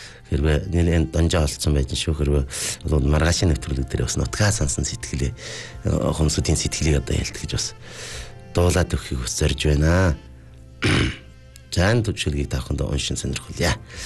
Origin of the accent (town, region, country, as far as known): Inner Mongolia, China